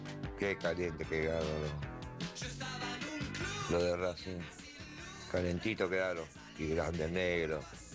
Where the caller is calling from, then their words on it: Florencio Varela, Buenos Aires Province, Argentina; de Florencio Varela